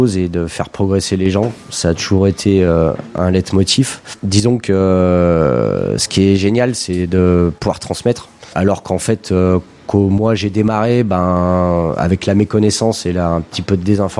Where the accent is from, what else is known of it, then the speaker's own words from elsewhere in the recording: France; même chez nous en France